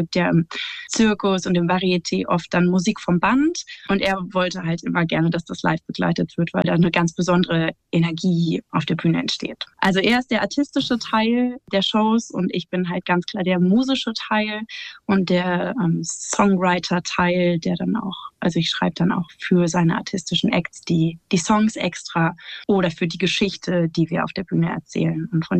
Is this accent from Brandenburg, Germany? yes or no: no; Berlin, Germany; born there; Ich bin gebürtig aus Berlin, befinde mich aber gerade in Kiel.